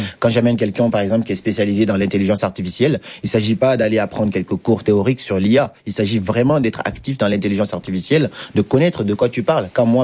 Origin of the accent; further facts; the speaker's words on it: Guinea; born there; je me sens 100% africain, donc je me limite pas à un seul pays. Je suis originaire de la Guinée, très fier de venir de là.